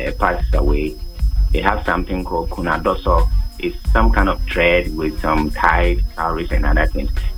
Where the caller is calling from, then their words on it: Upper West, Ghana; I'm calling you from Lamuse in the Upper West Ridge.